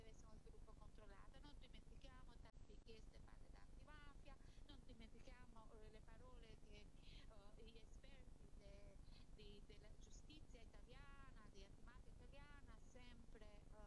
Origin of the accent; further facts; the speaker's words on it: Tirana, Tirana County, Albania; amo la mia Tirana